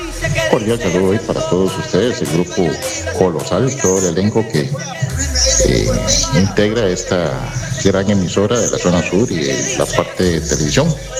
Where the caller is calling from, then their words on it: San Vito, Puntarenas, Costa Rica; desde San Vito de Cotobruz.